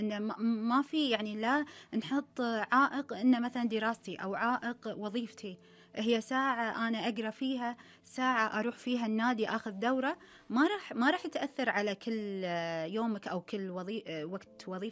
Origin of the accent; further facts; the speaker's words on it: Kuwait; للأرض اللي أنا فيها، يعني الكويت